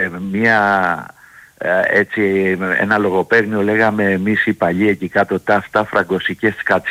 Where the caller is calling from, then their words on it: Spilia, Peloponnese, Greece; Εγώ συγκεκριμένα είμαι από το χωριό Σπηλιά